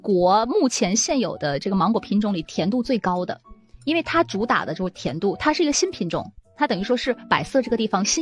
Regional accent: Guangxi, China; 我作为广西人

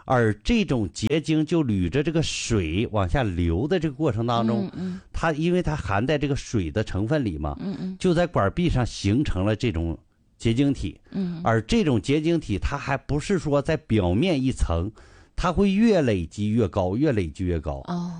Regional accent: Dalian, Liaoning, China; 我们大连，就像我们大连人建那个海蛎子嘛，

